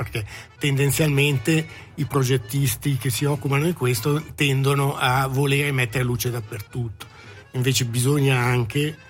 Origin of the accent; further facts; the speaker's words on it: Malcantone, Ticino, Switzerland; io vengo dal Malcantone.